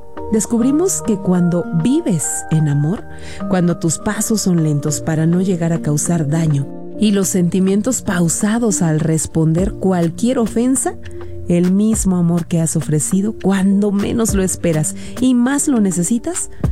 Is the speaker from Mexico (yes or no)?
yes; Mexico; nos sentimos llenos de orgullo por nuestras raíces, nuestra cultura, por nuestra identidad como mexicanos